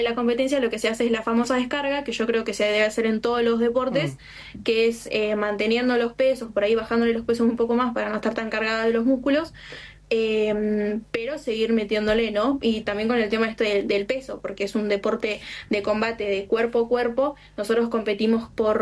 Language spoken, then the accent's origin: Spanish; Cipolletti, Río Negro, Argentina; Sí, Primero que nada, yo soy de Cipolletti.